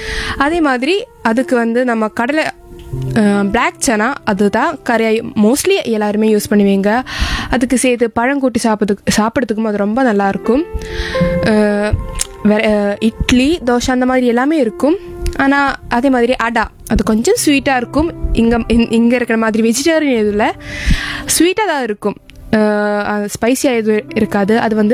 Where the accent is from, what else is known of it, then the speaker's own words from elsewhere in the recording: Kerala, India; என் சொந்த ஊர் வந்து கேரளா.